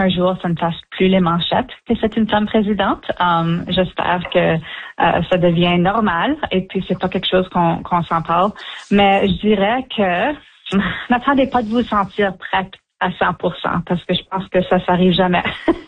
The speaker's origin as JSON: {"language": "French", "town": "Winnipeg", "region": "Manitoba", "country": "Canada", "tie": "born or raised there", "said": "Oui, je suis Manitobaine. Je suis née et élevée à Winnipeg."}